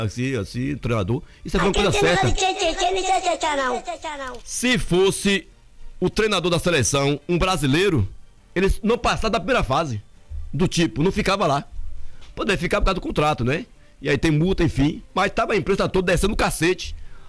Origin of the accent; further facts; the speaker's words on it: Brazil; Sou brasileiro.